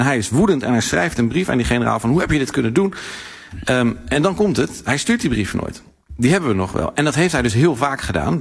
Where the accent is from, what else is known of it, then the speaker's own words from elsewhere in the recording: Netherlands; Maar ik stel voor dat wij collectief als Nederlanders eerst even naar onszelf terug.